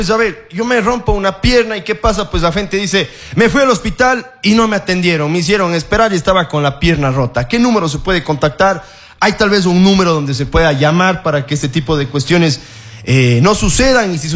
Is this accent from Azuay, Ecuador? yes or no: yes; Azuay, Ecuador; la gente en el Azuay también somos cabreados, somos descendientes de los Cañaris